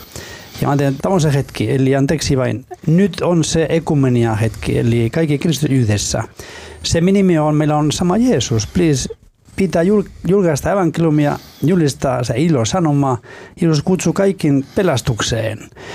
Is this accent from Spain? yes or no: yes; Basque Country, Spain; Finnish is a second language; now in Finland; koska olen kotoisin Baskimaasta. Ja on yhteisiä piirteitä kyllä, joka yhdistää meitä, kyllä baskit ja suomalaiset.